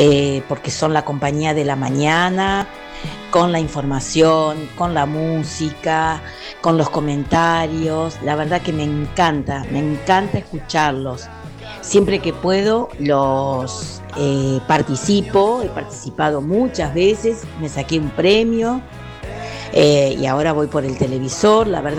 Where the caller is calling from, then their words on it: San Cayetano, Buenos Aires Province, Argentina; de San Cayetano